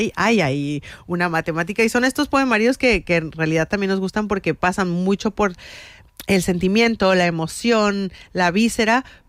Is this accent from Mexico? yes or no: yes; Mexico; Yo, personalmente, como mexicana